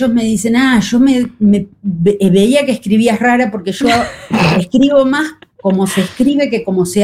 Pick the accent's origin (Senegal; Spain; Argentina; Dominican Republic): Argentina; now in Brazil; Los clientes, por ejemplo, yo escribiendo no se dan cuenta que soy argentina, pero